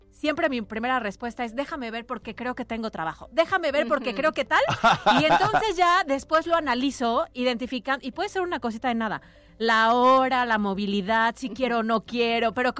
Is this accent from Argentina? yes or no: no; Mexico; los mexicanos hasta los nombres le ponemos diminutivo para que se oiga bonito.